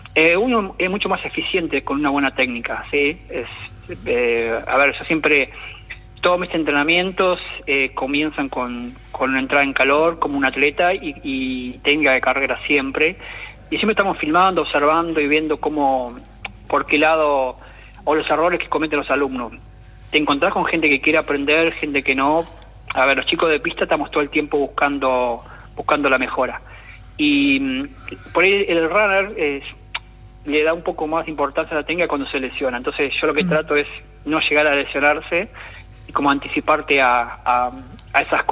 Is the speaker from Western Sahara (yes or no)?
no; San Salvador, Entre Ríos, Argentina; yo nací en una ciudad que se llama San Salvador, Entre Ríos